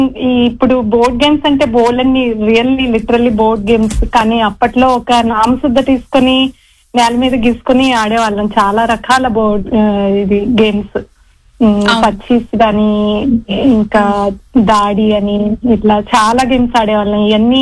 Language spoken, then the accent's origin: Telugu; Gudivada, Andhra Pradesh, India; born there; నేను తెలంగాణ నుంచి కాదు, ఆంధ్ర.